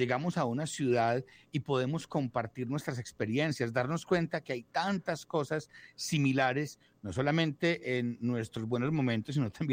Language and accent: Spanish; Colombia; somos tan diversos en todas las regiones que dice uno, yo soy colombiano, sí, pero yo soy caribeño, sí, pero yo soy llanero, claro, pero yo soy paisa.